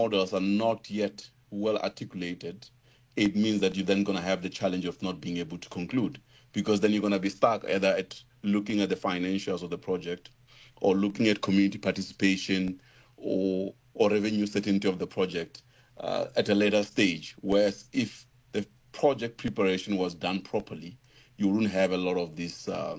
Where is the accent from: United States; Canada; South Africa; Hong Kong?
South Africa